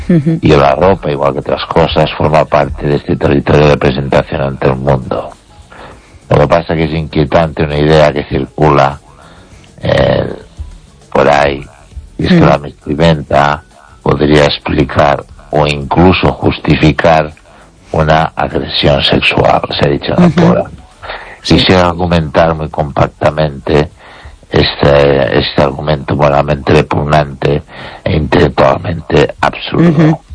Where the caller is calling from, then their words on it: Ourense, Galicia, Spain; de Orense.